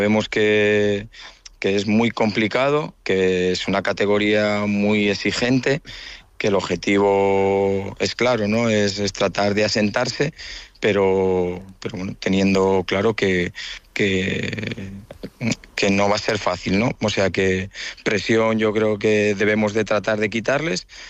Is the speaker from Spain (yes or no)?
yes; Santander, Cantabria, Spain